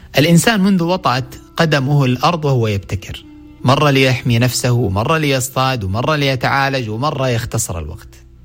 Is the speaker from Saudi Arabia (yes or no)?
yes; Saudi Arabia; عندنا في السعودية الحمد لله هناك جهة وطنية تعنى بهذا المسار